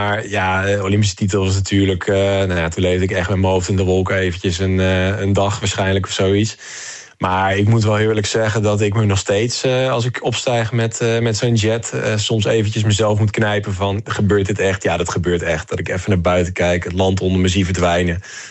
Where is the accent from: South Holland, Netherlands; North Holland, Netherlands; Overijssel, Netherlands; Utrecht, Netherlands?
Overijssel, Netherlands; Deventer; En ik kom uit Deventer.